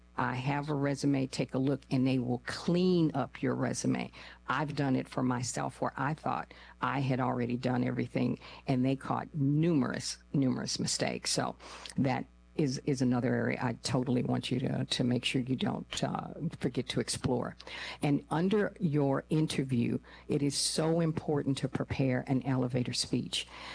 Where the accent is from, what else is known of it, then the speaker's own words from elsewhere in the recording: New Jersey, United States; born there; also born or lived in Rhode Island; And well, I was born in New Jersey, and then I moved to Rhode Island